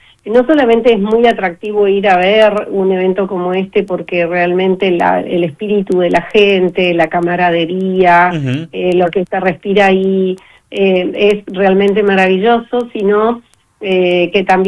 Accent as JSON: {"language": "Spanish", "region": "Santa Cruz", "country": "Argentina"}